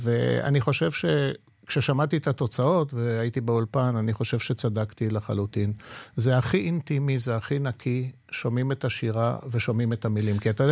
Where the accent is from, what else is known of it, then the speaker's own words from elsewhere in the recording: Tel Aviv, Tel Aviv District, Israel; first language Polish; Hebrew is a second language; also born or lived in Jaffa; גדלתי ברמת אביב, וברמת אביב היה אפשר להסתדר עם פולנית ועם יידיש. פולנית הייתה השפה הראשונה שבה נתקלתי.